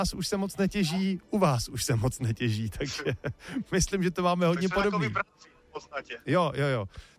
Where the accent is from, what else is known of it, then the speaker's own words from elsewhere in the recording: Most, Ústí nad Labem Region, Czechia; já jsem z Mostu